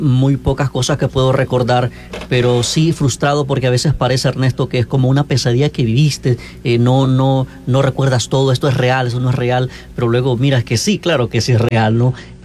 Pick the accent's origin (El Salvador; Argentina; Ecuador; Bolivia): El Salvador; Yo vengo de un país muy bonito, El Salvador, Centroamérica.